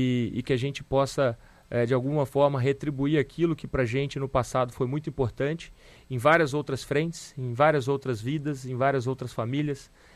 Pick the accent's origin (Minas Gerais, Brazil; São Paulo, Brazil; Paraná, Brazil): Minas Gerais, Brazil; accent: mineiro; now in Joinville, Brazil; o meu sotaque ele não nega as minhas raízes, né, que são raízes mineiras. Mas eu sou um mineiro joinvilense, um mineiro catarinense.